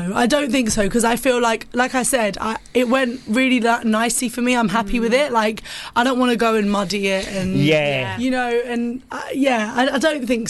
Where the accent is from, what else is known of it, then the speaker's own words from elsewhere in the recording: Cyprus; now in London, United Kingdom; because it's like the Middle Eastern connection, because I'm from Cyprus